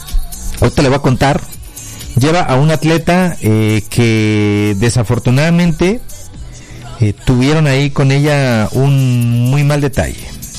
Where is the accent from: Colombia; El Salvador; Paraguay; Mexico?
Mexico; Soy mexicana, nací en México y he tenido el honor de representar a mi país internacionalmente con orgullo y disciplina.